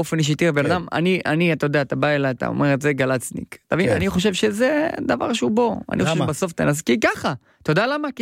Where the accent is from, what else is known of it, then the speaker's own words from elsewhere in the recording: Bnei Brak, Tel Aviv District, Israel; אני באתי מהרחובות האלה, גדלתי שם, בבני ברק